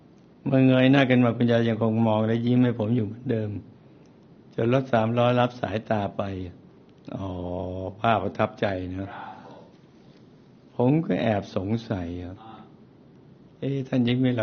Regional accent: Yala, Thailand; born there; ผมเกิดที่เมืองยะลาย

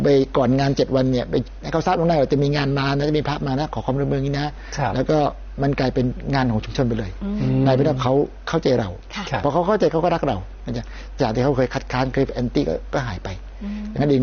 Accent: Southern Thailand, Thailand; เราอยากเห็นภาพความเจริญรุ่งเรืองเห็นภาพเนี่ยเยอะๆเนี่ยในบ้านเราจังเลยหมายถึงว่าภาคใต้

